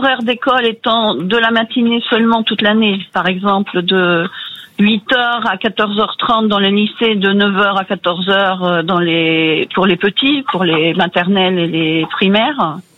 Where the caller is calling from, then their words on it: Seville, Andalusia, Spain; je suis à Séville en Andalousie. Donc, dans le sud de l'Espagne.